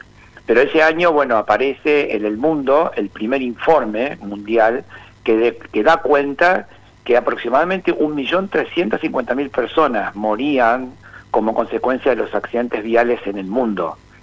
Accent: Argentina; en Argentina, yo hablo de Argentina

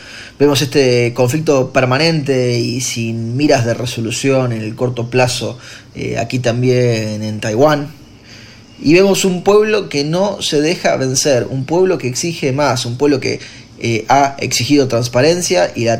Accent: Argentina

